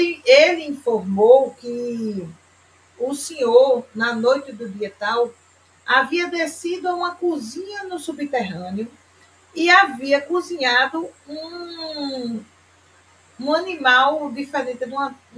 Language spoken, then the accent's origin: Portuguese; Pernambuco, Brazil; Nós somos de Pernambuco.